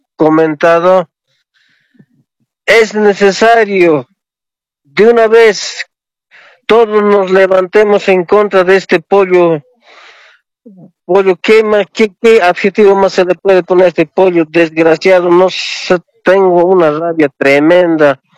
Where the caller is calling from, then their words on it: Cochabamba, Bolivia; Hablo de Cochabamba